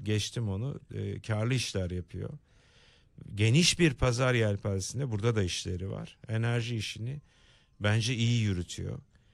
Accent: Istanbul, Turkey; born there; Ben bir varoş çocuğuyum, hep bunu söylerim. Zeytinburnu'nda doğdum.

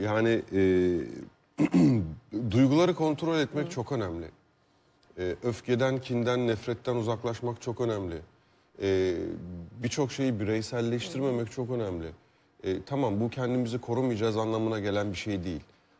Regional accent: Sivas, Turkey; now in Istanbul, Turkey; Sivas'ta doğdum, büyüdüm ve İstanbul'da yaşıyorum.

